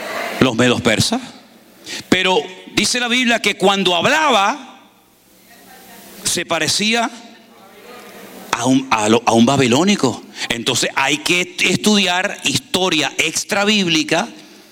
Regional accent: Spain; Quiero pedir perdón porque a veces puedo yo, como español, utilizar alguna palabra, alguna expresión que a lo mejor puede chocar aquí, pero es que los españoles hablamos así.

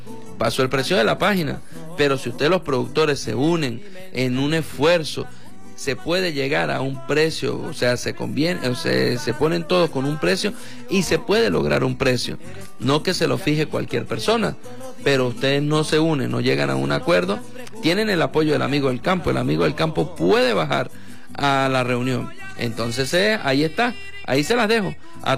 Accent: Caño Amarillo, Mérida, Venezuela; now in El Vigía, Venezuela; sea de mi pueblo de Caño Amarillo

